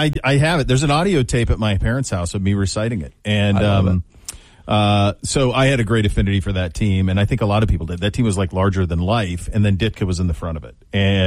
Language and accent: English; Montana, United States; So, as is well documented, I grew up in Montana, and we did not have NFL teams in our vicinity.